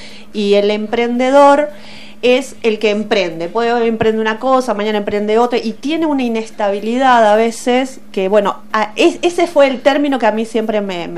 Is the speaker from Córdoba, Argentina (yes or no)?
no; Entre Ríos, Argentina; moved away; yo soy de Entre Ríos